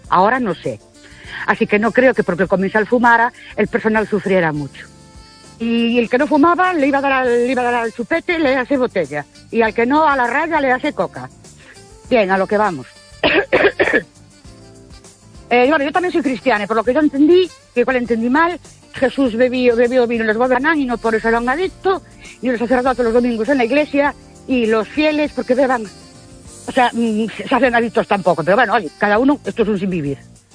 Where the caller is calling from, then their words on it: Ourense, Galicia, Spain; de Urense otra vez.